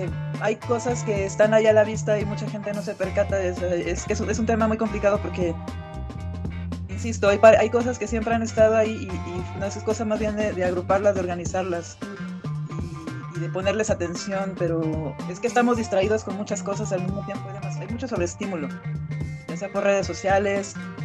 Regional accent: northern Mexico, Mexico; yo como buena norteña no crecí con nada del sonidero

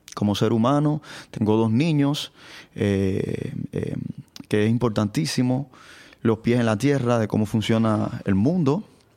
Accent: Cuba; moved away as an adult; now in Montreal, Canada

